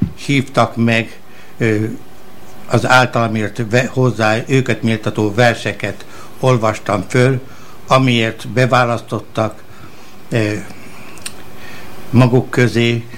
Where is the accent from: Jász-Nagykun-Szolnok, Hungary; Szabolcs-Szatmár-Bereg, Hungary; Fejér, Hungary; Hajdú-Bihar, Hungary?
Fejér, Hungary; Ráckeresztúr; born there; now in Nagykáta, Hungary; Nagykátáról. Ráckeresztoron születtem 1940. november 29-én. Karácsondon és Pászton végeztem iskoláimat.